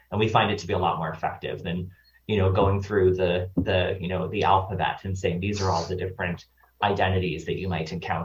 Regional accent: Nova Scotia, Canada; I'm from Nova Scotia

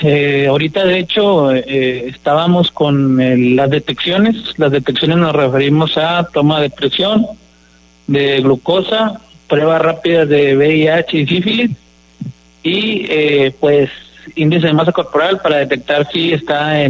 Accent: Nueva Rosita, Coahuila, Mexico; now in Morelos, Mexico; Yo soy de Nueva Rosita, yo soy de capital de los Precios Bajos, no conozco mucho Morelos todavía

